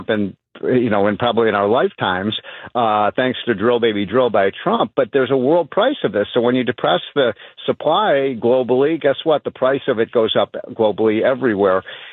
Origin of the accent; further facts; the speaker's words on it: Chicago, Illinois, United States; I go back to the 1970s growing up in Chicago